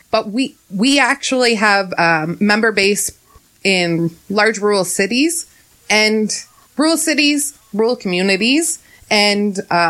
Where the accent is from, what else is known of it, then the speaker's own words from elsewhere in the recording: Durham, Ontario, Canada; I grew up on a beef calf operation outside of Durham, and I'm still actively involved in that.